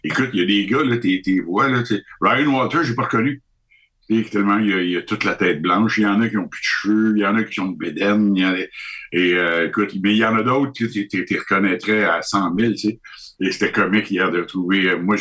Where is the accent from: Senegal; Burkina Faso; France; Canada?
Canada; écoutez, moi, je suis du Canada, je suis ici de passage